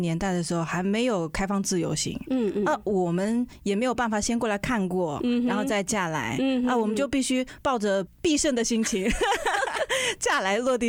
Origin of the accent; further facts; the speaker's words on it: Shanghai, China; now in Taiwan; 大家好，我上海人哦